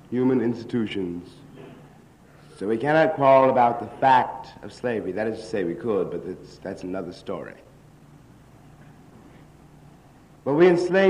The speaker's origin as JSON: {"language": "English", "region": "New York", "country": "United States", "said": "as we say in Harlem"}